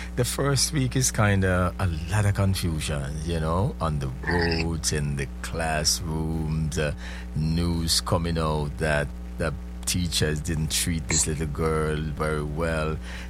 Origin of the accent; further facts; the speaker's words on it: Jamaica; you and I grew up in Jamaica